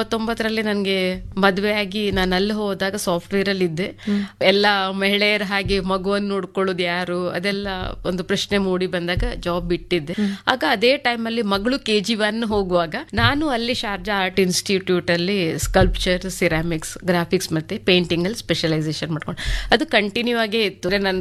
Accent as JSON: {"language": "Kannada", "town": "Saligrama", "region": "Karnataka", "country": "India", "tie": "born there", "also_born_or_lived": "Sagara / Udupi / Mangalore / Sharjah, UAE", "moved": "as an adult", "said": "ನಾನು ಆಕ್ಚುಲಿ ಹುಟ್ಟಿ ಬೆಳೆದಿದ್ದು ಸಾಲಿಗ್ರಾಮ, ಕೋಟ, ಉಡುಪಿ ಜಿಲ್ಲೆ ಬರ್ತದೆ."}